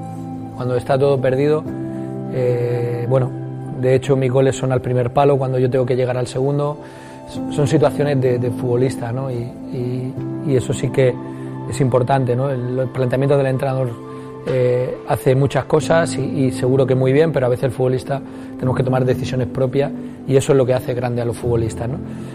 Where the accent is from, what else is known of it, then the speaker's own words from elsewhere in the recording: Alicante, Valencian Community, Spain; moved away; para mí era un orgullo como valenciano, siendo de Alicante, poder venir aquí, estar cerca de tu familia después de tanto tiempo, casi 7 años ya estando fuera de casa.